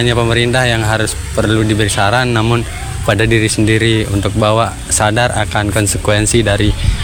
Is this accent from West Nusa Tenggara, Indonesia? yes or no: yes; East Lombok, West Nusa Tenggara, Indonesia; Perkenalkan … saya dari Lombok Timur.